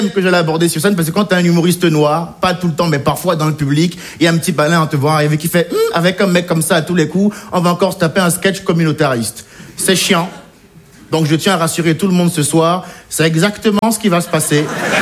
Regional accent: France; Je suis français, assimilé, je le précise, parce que même quand t'es assimilé comme moi

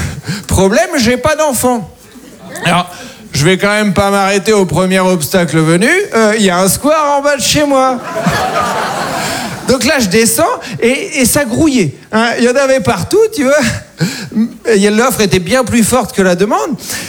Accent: Caen, Normandy, France; also born or lived in Paris; now in Pantin, France; je viens de Caen, j'ai habité 10 ans à Paris, et là, je viens de déménager en banlieue.

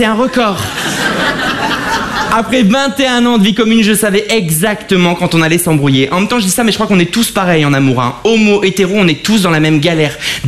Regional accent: Avion, Hauts-de-France, France; born or raised there

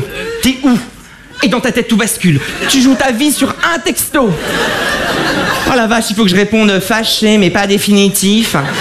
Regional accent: Avion, Hauts-de-France, France; born there; j'ai pas eu de bol, je suis né dans le Pas-de-Calais, dans un village qui s'appelle Avion, près de Lens.

